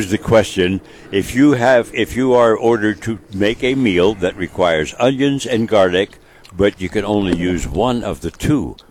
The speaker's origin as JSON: {"language": "English", "town": "Reno", "region": "Nevada", "country": "United States", "said": "I am from Reno"}